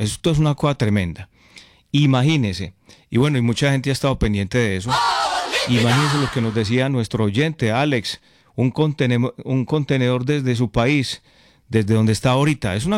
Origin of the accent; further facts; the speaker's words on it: Colombia; eso dice de todos como colombianos